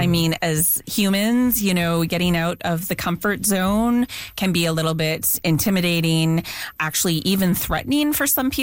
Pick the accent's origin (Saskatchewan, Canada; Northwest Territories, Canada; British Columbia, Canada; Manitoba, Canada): Northwest Territories, Canada; Even though I come from Treaty 11, which, you know, is now the G